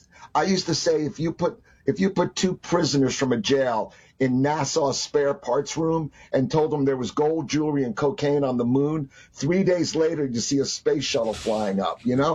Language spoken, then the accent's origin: English; New Jersey, United States; also born or lived in New Orleans; Well, the bigger departure was from New Jersey. Because I started out as a little farm boy. My parents had a house on my grandfather's farm, and I was running throug